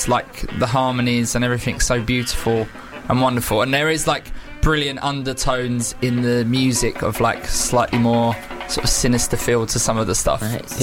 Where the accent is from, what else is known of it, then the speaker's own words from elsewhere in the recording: United Kingdom; it reads to me as a British guy as sarcastic.